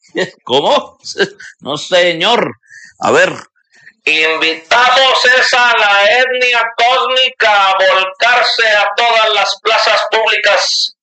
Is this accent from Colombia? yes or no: yes; Caribbean coast, Colombia; tú sabes que yo soy de la costa, tú sabes que yo soy del Caribe, el perrateo, el vacile, la vaina